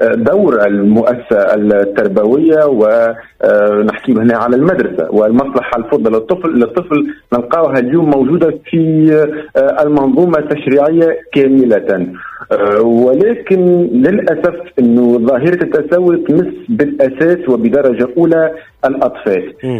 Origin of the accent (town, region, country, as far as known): Tunisia